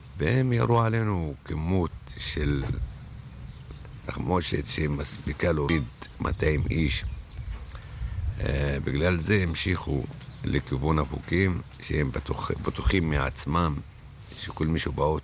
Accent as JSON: {"language": "Hebrew", "town": "Rafah", "region": "Gaza Strip", "country": "Palestine", "moved": "yes", "lives_now": "Israel", "said": "אני מרפיח במקור, אני עליתי לארץ בשנת 95."}